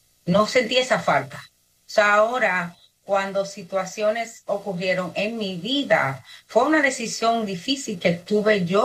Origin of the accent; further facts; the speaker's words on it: New York, United States; Soy madre soltera de dos varones, uno de 13, uno de 8 años. Soy de Nueva York, soy del Bronx. Criada y nacida de familia dominicana.